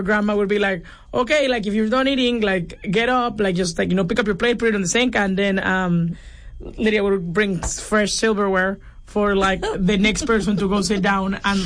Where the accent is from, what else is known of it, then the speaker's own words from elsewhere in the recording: Mexico; moved away; Yeah, I mean, we were raised in Mexico